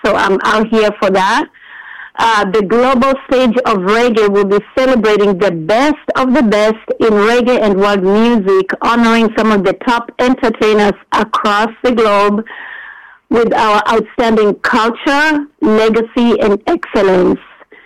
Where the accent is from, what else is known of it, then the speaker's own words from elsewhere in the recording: Kenya; now in Las Vegas, United States; I'm originally from Kenya. That's in East Africa.